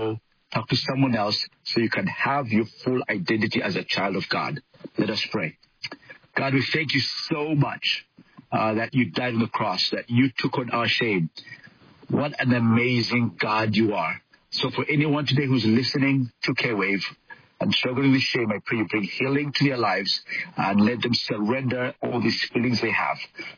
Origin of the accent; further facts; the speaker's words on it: Uganda; Men in African and Middle Eastern cultures, I come from Uganda, and we do not run. We do not show our legs.